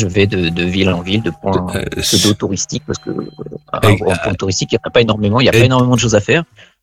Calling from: Meaux, Île-de-France, France; j'habite à Meaux, en région parisienne.

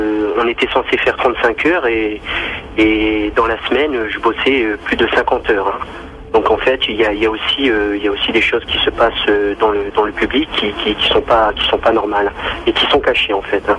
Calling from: Argenteuil, Île-de-France, France; J'habite à Argenteuil.

